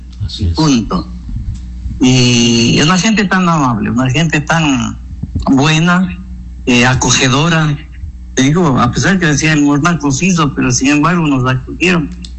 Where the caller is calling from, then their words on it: Macas, Morona Santiago, Ecuador; Sobre todo me quedé en Macas, porque yo conozco desde el año 1965.